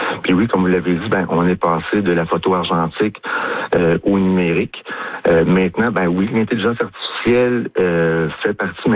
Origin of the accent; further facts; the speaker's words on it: Nicolet, Quebec, Canada; Moi, je suis originaire de Nicolette.